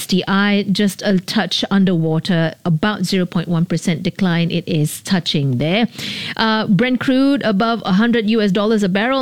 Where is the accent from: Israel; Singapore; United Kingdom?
Singapore; Bukit Batok; I grew up in Bukit Batok.